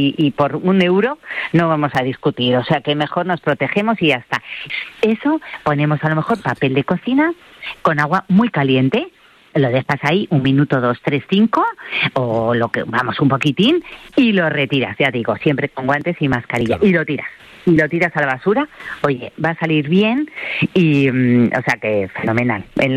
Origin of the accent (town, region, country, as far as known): Spain